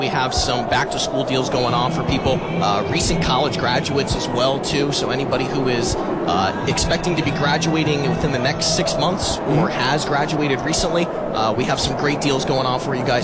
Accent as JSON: {"language": "English", "town": "Mount Bethel", "region": "Pennsylvania", "country": "United States", "lives_now": "Nazareth, United States", "said": "So originally I'm from the Pocono area, Mount Bethel, not sure if you're familiar. And then more recently I've lived in the Nazareth area for probably the last 6-7 years or so."}